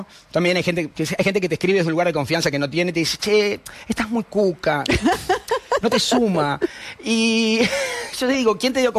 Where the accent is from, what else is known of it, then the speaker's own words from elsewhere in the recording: Uruguay; now in Argentina; siendo uruguayo, no podría llegar muy lejos.